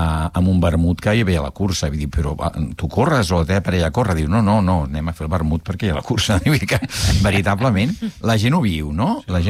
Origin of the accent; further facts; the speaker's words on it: Barcelona, Catalonia, Spain; moved away as an adult; now in Molins de Rei, Spain; jo vinc de Sants. Sants també hi ha barri.